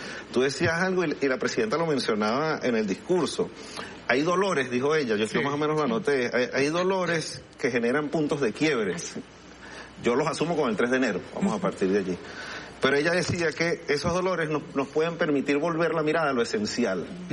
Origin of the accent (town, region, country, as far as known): Venezuela